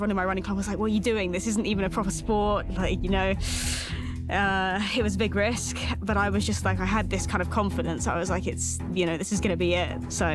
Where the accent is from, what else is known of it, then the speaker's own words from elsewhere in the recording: London, United Kingdom; I'm 21 years old and I'm from London.